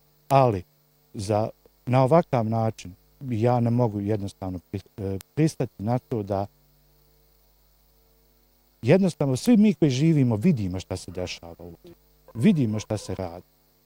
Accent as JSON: {"language": "Bosnian", "country": "Bosnia & Herzegovina", "said": "A ja kao Bošnjak, evo odmah, znači na prvu i odmah snosim sankcije."}